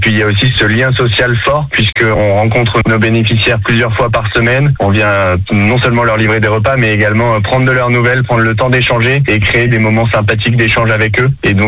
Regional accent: Normandy, France; now in Le Mans, France; j'ai 30 ans tout juste, je suis normand d'origine

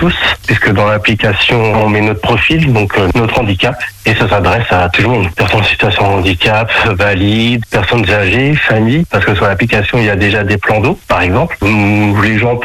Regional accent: France; moi je suis de Conly.

